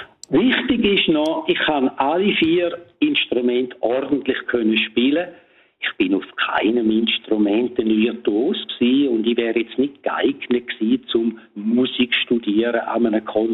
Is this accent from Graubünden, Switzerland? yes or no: yes; Domat/Ems, Graubünden, Switzerland; Weil damals hat es in dem Dorf, wo ich aufgewachsen bin, im bündnerischen Domadems, da hat es einen Fernsehsender gegeben.